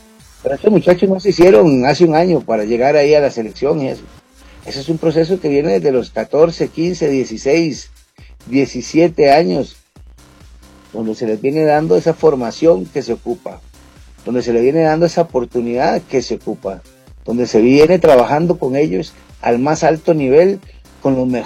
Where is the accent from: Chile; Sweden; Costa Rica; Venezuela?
Costa Rica; en Costa Rica creamos que un jugador de 23, de 24 años, entre los 21 y los 24 años es joven.